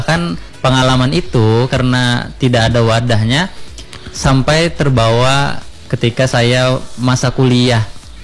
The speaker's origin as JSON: {"language": "Indonesian", "town": "Palangkaraya", "region": "Central Kalimantan", "country": "Indonesia", "tie": "born or raised there", "said": "lahir dan besar di Kota Palangkaraya"}